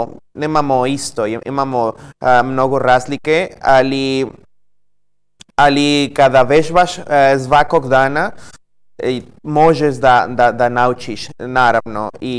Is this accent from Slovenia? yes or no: no; Guadalajara, Jalisco, Mexico; Serbian is a second language; now in Serbia; Ja sam iz Guadalajara, grad gde su iz tequila, mariachi, mnogo stvari, da.